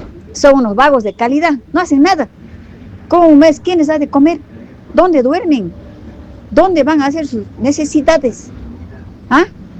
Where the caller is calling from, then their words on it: Tolomosa, Tarija, Bolivia; yo vengo del campo, vengo de Tolomosa, tengo mi familia allá.